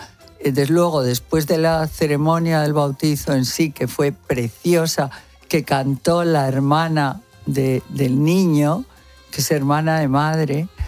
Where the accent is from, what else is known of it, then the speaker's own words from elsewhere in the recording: Spain; pero ¿cómo no lo voy a ver si soy española a muerte?